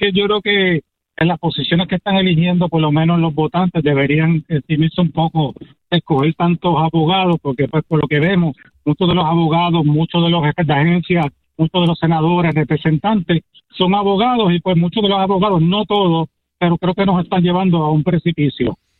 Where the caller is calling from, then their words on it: Salinas, Puerto Rico; soy de Salinas.